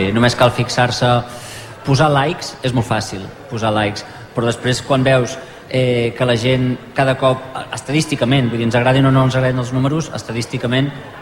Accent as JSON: {"language": "Catalan", "town": "Igualada", "region": "Catalonia", "country": "Spain", "tie": "born or raised there", "said": "jo no sóc d'aquí, jo sóc fill d'Igualada, he estat tombant, i des del 2011 que baixo aquí a Sant Boi"}